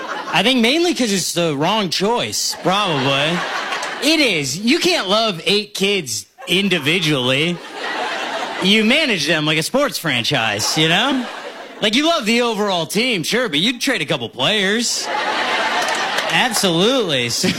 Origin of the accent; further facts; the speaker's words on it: Midwest, United States; I'm from the Midwest, from a big old family. I'm one of eight kids